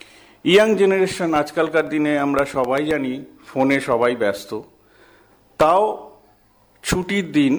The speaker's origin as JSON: {"language": "Bangla", "area": "Howrah district", "region": "West Bengal", "country": "India", "tie": "born or raised there", "said": "হাওড়া জেলার নলপুর পঞ্চায়েতের অধীন দাঁতপুর গ্রামের বাসিন্দা। ছোটবেলা থেকেই এই গ্রামেই আমার বেড়ে ওঠা, স্কুল কলেজ সব এখান থেকেই, কিন্তু আমার কলেজটি ছিল একটু দূরে"}